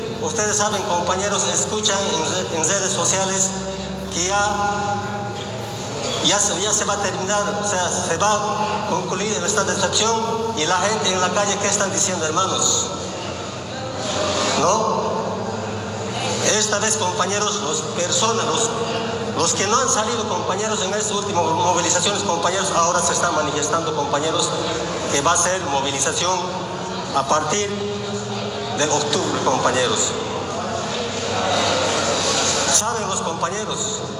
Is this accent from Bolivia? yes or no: yes; Bolivia